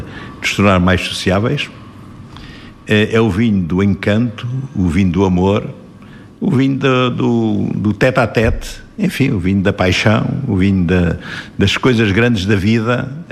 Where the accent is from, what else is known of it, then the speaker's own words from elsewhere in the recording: Centro, Portugal; Isto só na bairrada, porque temos o mar próximo, o nosso mar é frio e as noites são frias